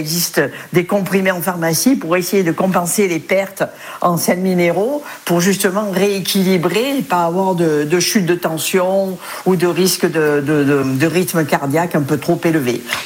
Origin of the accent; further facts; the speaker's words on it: Provence-Alpes-Côte d'Azur, France; comme on dit chez nous, en Provence.